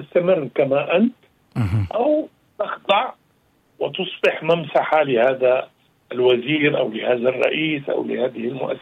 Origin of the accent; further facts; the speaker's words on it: Syria; أنا سوري الأصل